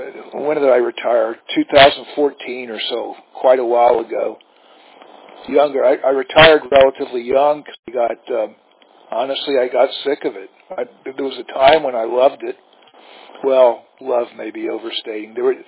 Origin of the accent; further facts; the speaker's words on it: Tampa, Florida, United States; No, I was born and raised here in Tampa. Spent 7 years in Gainesville going to college and then law school. And that's it. I've lived here all my life.